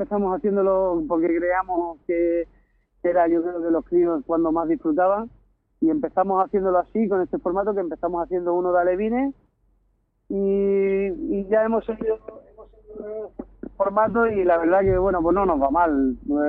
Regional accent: Cáceres, Extremadura, Spain; Viene un equipo de Cáceres, que me hacía mi ilusión, ya que yo soy de allí, de Cáceres.

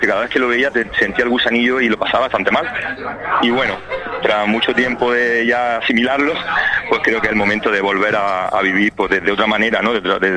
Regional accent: Málaga, Andalusia, Spain; estoy muy contento de volver al club de mi tierra y de mi vida, vamos.

